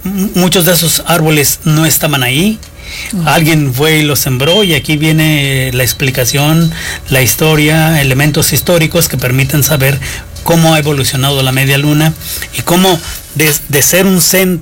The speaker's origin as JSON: {"language": "Spanish", "region": "San Luis Potosí", "country": "Mexico", "tie": "born or raised there", "moved": "as an adult", "lives_now": "Rioverde, Mexico", "said": "yo no nací aquí. Yo principalmente me crié en San Luis Potosí."}